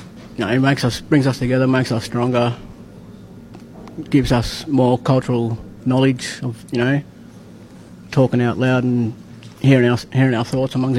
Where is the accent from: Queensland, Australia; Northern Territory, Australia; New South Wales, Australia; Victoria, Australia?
Victoria, Australia; I'm from Donnacona Land, Gippsland.